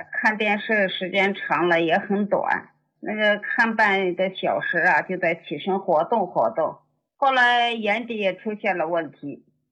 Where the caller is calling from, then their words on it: Lanzhou, Gansu, China; 我是甘孜州兰州新区的，